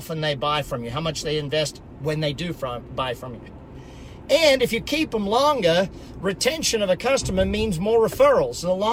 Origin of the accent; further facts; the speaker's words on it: Australia; get all my skin checked for those cancers. growing up in Australia.